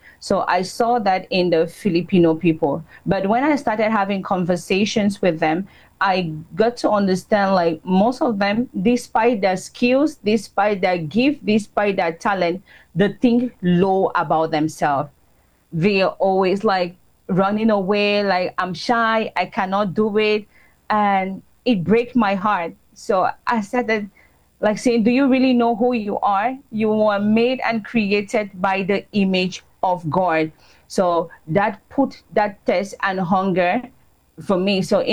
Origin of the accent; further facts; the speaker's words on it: Cameroon; now in Philippines; So that is how I moved from Cameroon to the Philippines. I've been here for 10 years now.